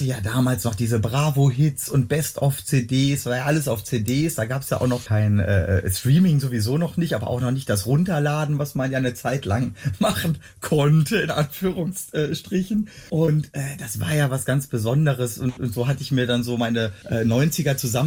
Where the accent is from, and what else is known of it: Schloß Holte-Stukenbrock, North Rhine-Westphalia, Germany